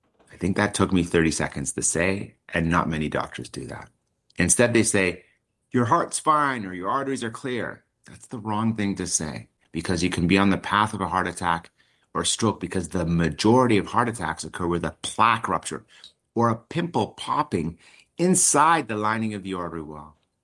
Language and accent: English; Alberta, Canada; I'm from Alberta and a lot of farmers out there